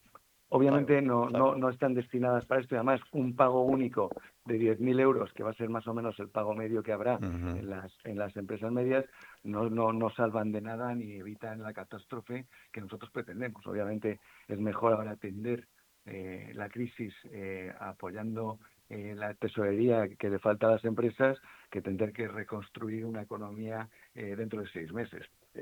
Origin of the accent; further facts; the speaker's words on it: Madrid, Community of Madrid, Spain; now in Ceuta, Spain; Yo soy de Madrid y hace 26 años vine aquí por primera vez y me enamoré del destino.